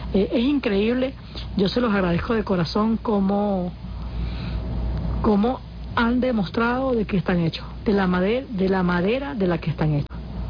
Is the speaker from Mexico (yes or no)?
no; Venezuela; Esos somos los venezolanos y debemos cultivar cada vez más eso.